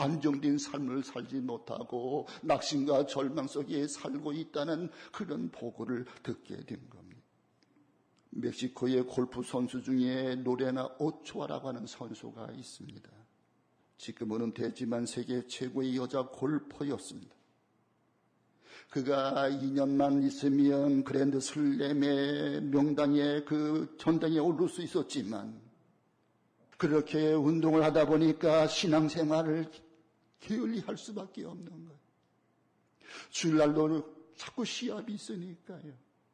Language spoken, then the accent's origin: Korean; South Korea; 우리가 대한민국에 태어나서 대한민국 국민이 되어진 것을